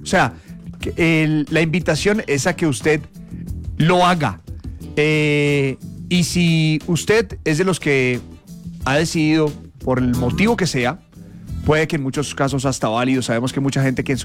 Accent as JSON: {"language": "Spanish", "country": "Colombia", "said": "Gracias por abrazarnos todos como colombianos y ser un solo país para ayudar."}